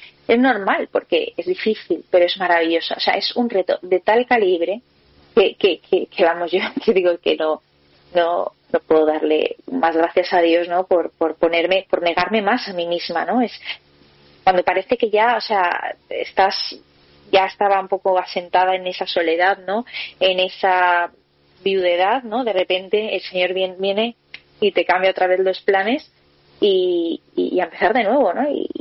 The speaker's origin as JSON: {"language": "Spanish", "town": "Valencia", "region": "Valencian Community", "country": "Spain", "said": "yo soy de Valencia"}